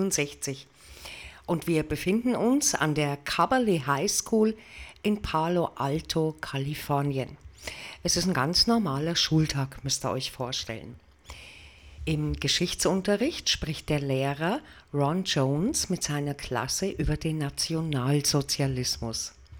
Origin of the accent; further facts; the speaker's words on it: Bavaria, Germany; Bei uns in der Oberpfalz hat es jetzt aktuell noch 20 Grad